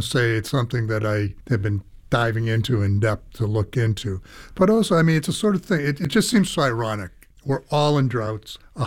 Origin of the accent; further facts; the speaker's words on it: Belmont, Massachusetts, United States; I grew up in Belmont, and I never once thought when I opened a tap where my water comes from.